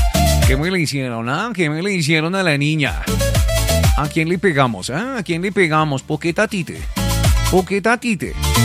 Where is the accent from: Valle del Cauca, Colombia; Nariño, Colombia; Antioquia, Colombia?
Nariño, Colombia; El Rosario; now in Bogotá, Colombia; Yo soy rosarino, yo soy nacido y criado en el municipio del Rosario, en el departamento de Nariño. Pero vaya a donde vaya, me van a decir pastuso. Vaya a donde vaya, me van a decir pastuso, aunque yo no nací en Pasto.